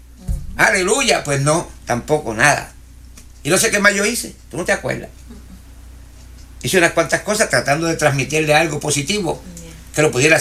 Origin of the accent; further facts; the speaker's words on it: Puerto Rico; moved away; Yo le cuento a ustedes que yo vine de Puerto Rico. Y cuando yo vine de Puerto Rico, yo dije, Dios me mandó aquí a fundar una obra.